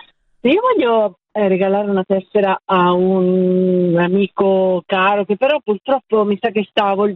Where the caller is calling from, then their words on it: Varese, Lombardy, Italy; Da Varese in macchina.